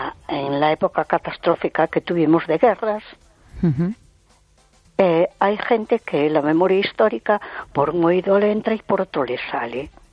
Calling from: A Coruña, Galicia, Spain; de Coruña.

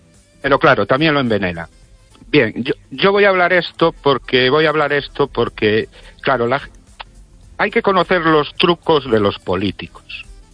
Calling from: Ourense, Galicia, Spain; de Orense.

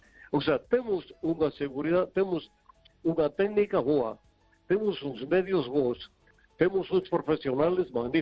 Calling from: Vigo, Galicia, Spain

